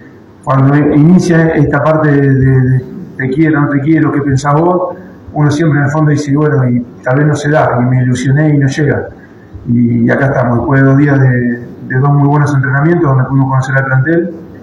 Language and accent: Spanish; Argentina; moved away as an adult; obviamente para ustedes también, somos argentinos. Y cuando salí a Perú fue una decisión difícil